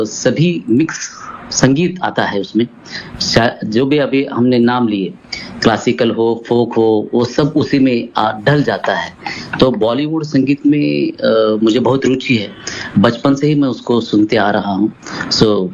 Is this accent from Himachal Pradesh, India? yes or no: no; Kolhapur, Maharashtra, India; मैं कोल्हापुर महाराष्ट्र से हूँ। मेरी स्कूल और कॉलेज की पढ़ाई भी मेरी कोल्हापुर से ही हुई।